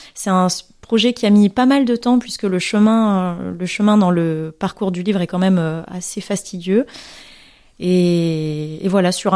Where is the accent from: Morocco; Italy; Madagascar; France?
Madagascar; born there; also born or lived in Alsace; je suis née à Madagascar, mais j'ai beaucoup voyagé ensuite entre l'Alsace et l'océan Indien.